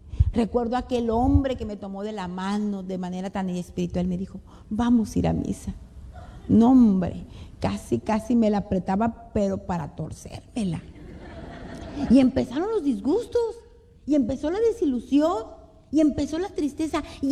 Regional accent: Monterrey, Nuevo León, Mexico; yo soy de Monterrey, donde uno come cabrito, carne, salsa, tortillas, cosas sabrosas.

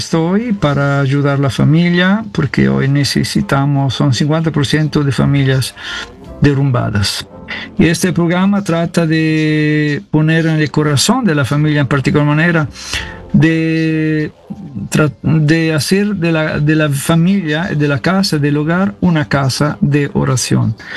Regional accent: Italy; Spanish is a second language; moved away as an adult; also born or lived in New York, United States; now in Los Angeles, United States; soy italiano, vengo de Italia, pero viví 6 años en la parroquia de New York. Ahora vivo aquí porque soy parte de la comunidad Juan Bautista

